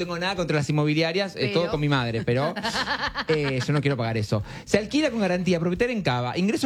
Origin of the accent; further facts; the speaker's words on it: Rosario, Santa Fe, Argentina; now in Buenos Aires, Argentina; Soy rosarino